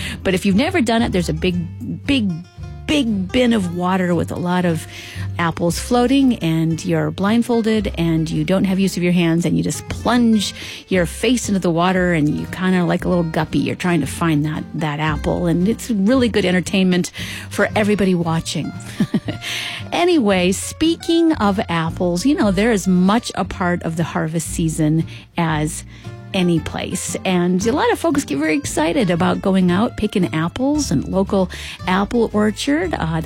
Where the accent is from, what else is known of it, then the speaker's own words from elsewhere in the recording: Nebraska, United States; growing up in Western Nebraska, we would have these really lovely celebrations and kids and adults could go.